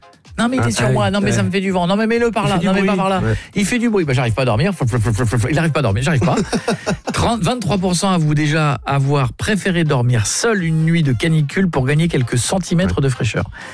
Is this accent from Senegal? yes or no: no; Hauts-de-France, France; Honnêtement, moi je vais être honnête avec vous, moi je suis un picard.